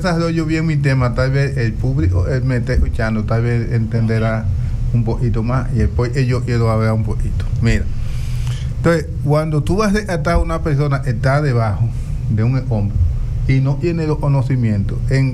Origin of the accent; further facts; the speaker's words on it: Dominican Republic; Nosotros como dominicanos tenemos un chin de preparación.